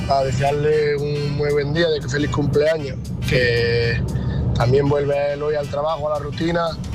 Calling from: Alcalá la Real, Andalusia, Spain; Y soy de Alcalá la Real.

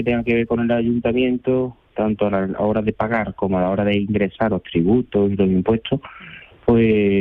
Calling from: Seville, Andalusia, Spain; como soy de Sevilla, pues de la provincia.

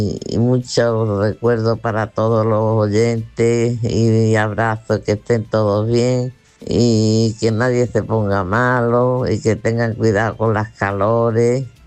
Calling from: Málaga, Andalusia, Spain; de Churriana, Málaga.

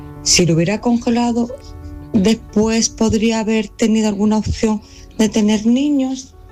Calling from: Málaga, Andalusia, Spain; de Málaga

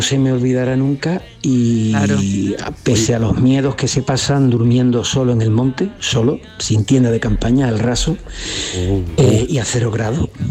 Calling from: Cádiz, Andalusia, Spain; de Cádiz.

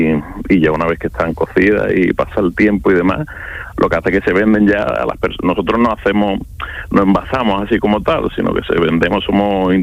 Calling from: Seville, Andalusia, Spain; Pues yo soy de Sevilla.

